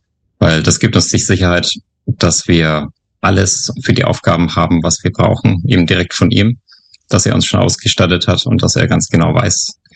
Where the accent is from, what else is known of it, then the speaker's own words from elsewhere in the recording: Bayreuth, Bavaria, Germany; Ich bin in Bayreuth im schönen Oberfranken aufgewachsen.